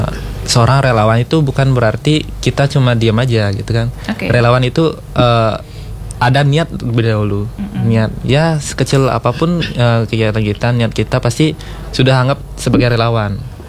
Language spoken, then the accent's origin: Indonesian; Tabanan, Bali, Indonesia; Saya kebetulan dari Tabanan itu memang ekspektasinya agak berbeda ya, dibilangnya. Karena dari Tabanan dulu waktu SMP memang saya ngerasa itu PMI itu agak gimana bilangnya